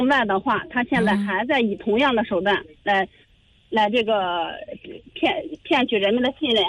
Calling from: Shijiazhuang, Hebei, China; 我是石家庄

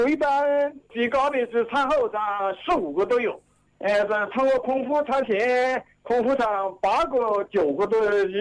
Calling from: Chibi, Hubei, China; 我是赤壁人。

